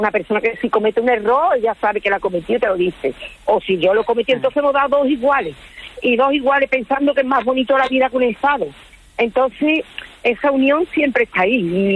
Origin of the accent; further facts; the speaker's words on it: Coria, Spain; de Coria, me está llamando la húngara, a mí